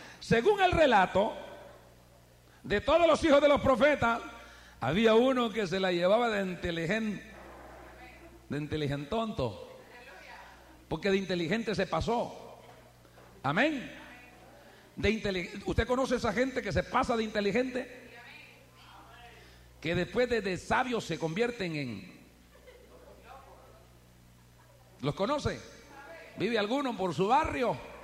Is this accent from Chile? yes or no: no; Eastern El Salvador, El Salvador; Bueno, somos salvadoreños orientales, tiene que ser el mismo nombre.